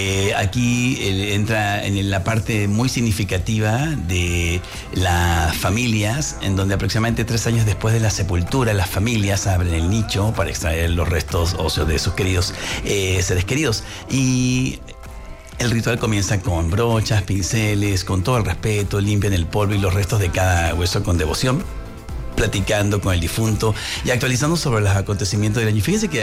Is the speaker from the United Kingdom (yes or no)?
no; Chile; now in Mexico; de mi país, desde Chile, que saben que soy el chileno más mexicano